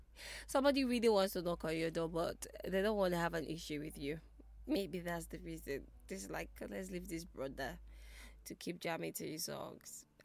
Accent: Nigeria

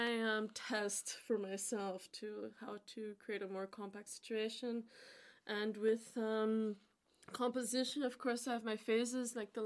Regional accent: Toronto, Ontario, Canada; born or raised there

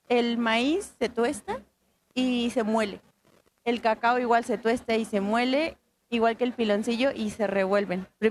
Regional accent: San Pedro Atocpan, Mexico City, Mexico; Vengo de la Ciudad de México, al sur de Milpalta, en un pueblo que se llama San Pedro Atocpan.

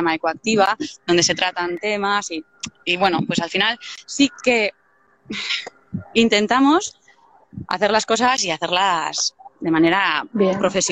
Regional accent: Deba, Basque Country, Spain; born there

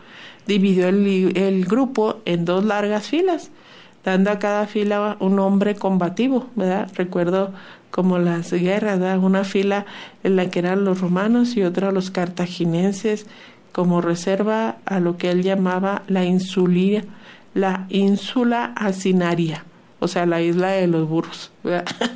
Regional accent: Chihuahua, Mexico; born there; Curiosamente, fíjese, yo soy nacida en Chihuahua y la colonia industrial es donde vive toda mi familia, ¿verdad?

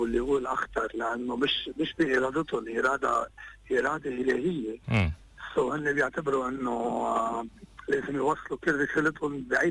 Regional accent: Lebanon

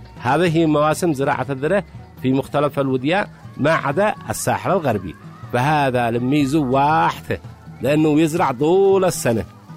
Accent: Sanaa, Amanat Al Asimah, Yemen; بما نسمي عندنا في صنعاء الصيف

